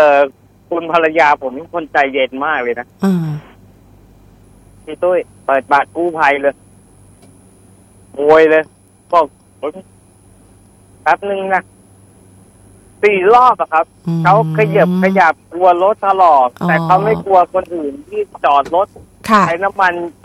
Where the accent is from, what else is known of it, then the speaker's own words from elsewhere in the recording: Bangkok, Thailand; โดยส่วนตัวผมเป็นเด็กกรุงเทพ